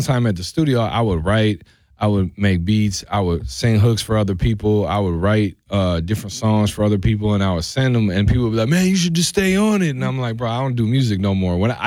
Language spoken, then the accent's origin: English; Milwaukee, Wisconsin, United States; moved away; I didn't realize that was a Milwaukee thing until I got out of Milwaukee.